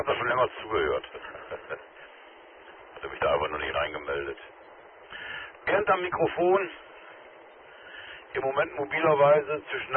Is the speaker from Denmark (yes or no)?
yes; Aarhus, Central Denmark Region, Denmark; now in Germany; Ich komme aus Aarhus. Und bin da gerade unterwegs Richtung Dülmen.